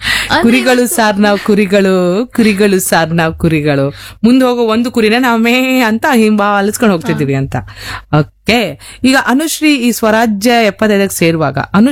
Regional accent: Kundapura, Karnataka, India

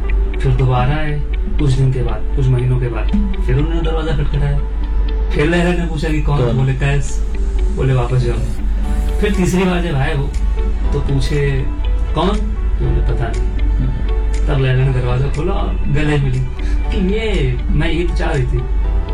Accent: Lucknow, Uttar Pradesh, India; मैं जैसे मैं लखनऊ से हूँ तो मेरी उर्दू थोड़ी अच्छी ग्रिप है उर्दू पे

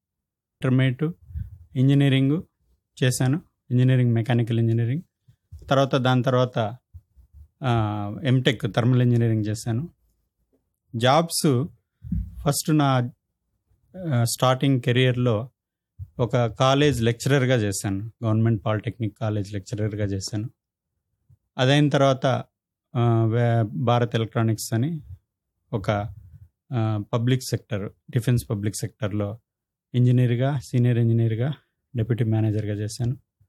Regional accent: V. Kota, Andhra Pradesh, India; నేను పుట్టింది వికోట, వెంకటగిరి కోట, చిత్తూరు డిస్టిక్ట్.

